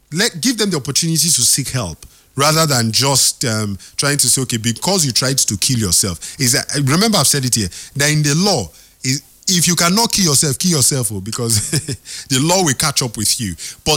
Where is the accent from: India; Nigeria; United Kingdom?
Nigeria; I as a Nigerian